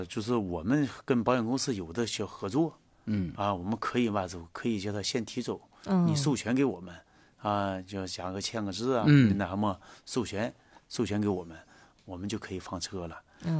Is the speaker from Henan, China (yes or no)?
no; Zhuanghe, Liaoning, China; 我老家是庄河的，